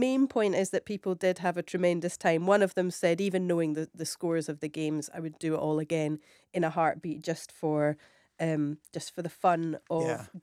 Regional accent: Scotland, United Kingdom; Us being Scotland, obviously, a country rather than just a region.

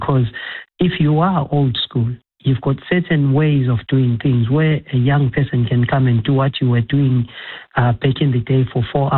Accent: South Africa

